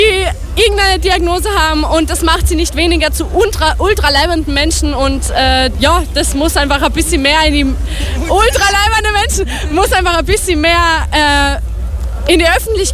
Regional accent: Vienna, Austria; Wir sind nämlich aus Wien, aus dem 22. Bezirk, aus dem ERG Donaustadt

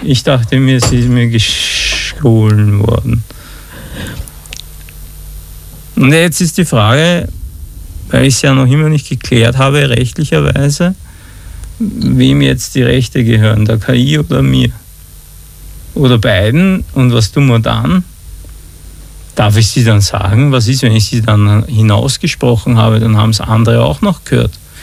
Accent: Austria; Und plötzlich sind wir Österreicher alle Sieger

